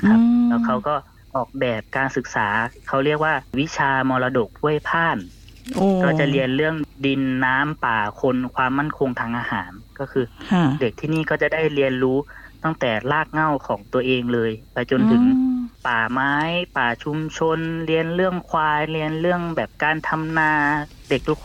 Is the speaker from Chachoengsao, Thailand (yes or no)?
no; Bangkok, Thailand; moved away as an adult; now in Nan, Thailand; ช่วง 3-4 ปีที่แล้วที่กลับมาอยู่ที่จังหวัดน่านจริงๆผมเป็นคนกรุงเทพเนาะ